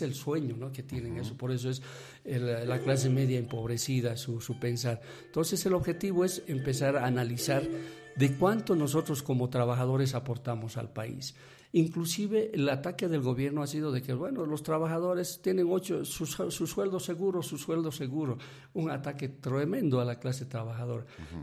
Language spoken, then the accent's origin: Spanish; Bolivia